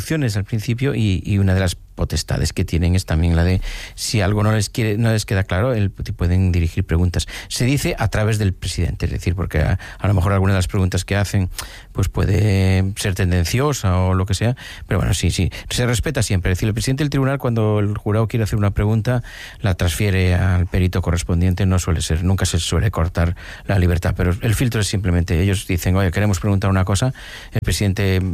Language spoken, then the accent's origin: Spanish; Galicia, Spain; Yo soy gallego, aquí cualquier anciano de mi, bueno, cualquier anciana de mi pueblo te dice enseguida lo que tienes según lo que haces.